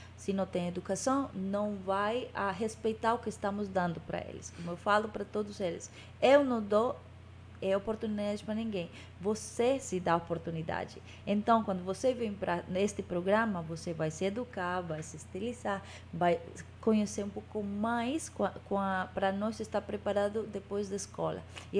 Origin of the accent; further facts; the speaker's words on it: Amazonas, Brazil; Portuguese is a second language; now in New York, United States; o orgulho de quem nós somos, o amazonenses.